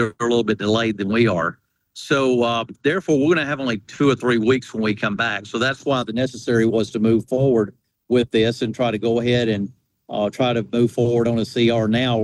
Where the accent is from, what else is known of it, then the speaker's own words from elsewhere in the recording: Alabama, United States; I'm from Alabama. I'm from a red state. It's very Republican.